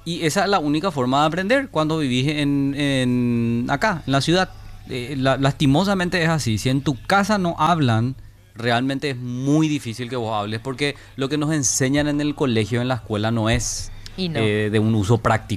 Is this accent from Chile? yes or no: no; Paraguay